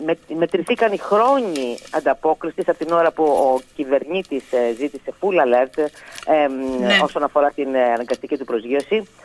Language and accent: Greek; Greece; είμαι Ελληνίδα